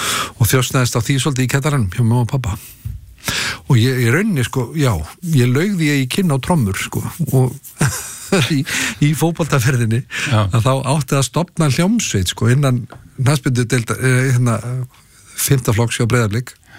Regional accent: Kópavogur, Capital Region, Iceland; also born or lived in Long Island, United States; Já, já, ég eldi upp í Kópavogur.

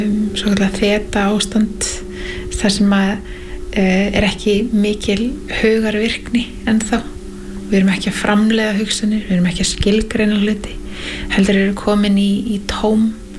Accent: Skagafjörður, Northwestern Region, Iceland; Og ólst upp í Skagafirði

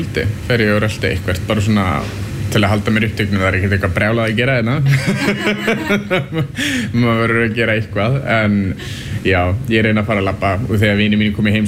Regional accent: Reykjavík, Capital Region, Iceland; Ég er úr Reykjavík sjálfur og búið erlendis í mörg ár en ég kem hingað á sumrin til þess að vinna.

